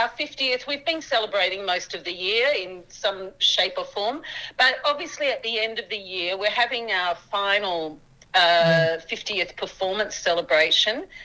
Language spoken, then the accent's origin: English; Murwillumbah, New South Wales, Australia; now in Sydney, Australia; I'm Cubby Cubby, but that's southeast Queensland. But I grew up in Mwilumbah, so I grew up on Bundjalung Minjimbul country. Wow. I've lived in Sydney for almost 40 years now